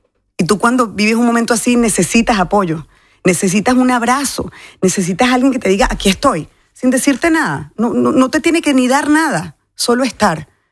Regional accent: Venezuela; estamos los venezolanos. O sea, yo soy venezolana, yo me siento orgullosa de cómo el venezolano hoy está ayudando

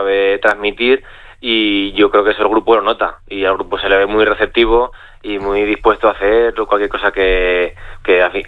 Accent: Madrid, Community of Madrid, Spain; yo que vengo de Madrid, a mí a la distancia de 10 minutos a Bueu, no me supone mucho

